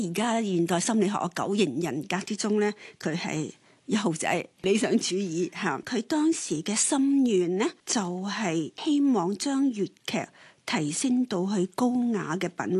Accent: Hong Kong; ，落花滿天蔽光，係最能夠觸動我哋香港人心底嘅共鳴。

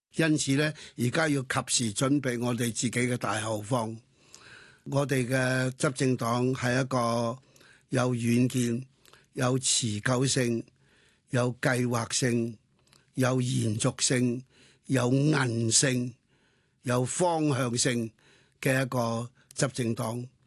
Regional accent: China; 只有我们的祖国强大，我们的祖国发展，我们的祖国经济富裕

